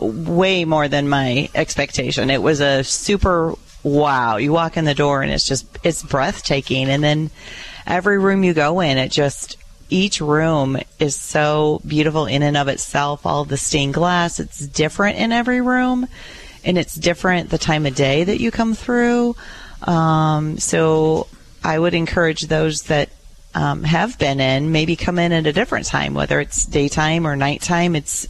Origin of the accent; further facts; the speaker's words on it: Michigan, United States; moved away as an adult; also born or lived in Indiana; now in Springfield, United States; I was born and raised in Michigan.